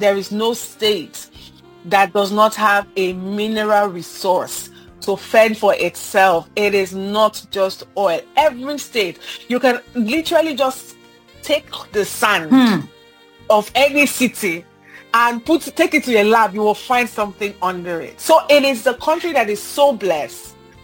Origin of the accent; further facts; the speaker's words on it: Nigeria; I am Nigerian.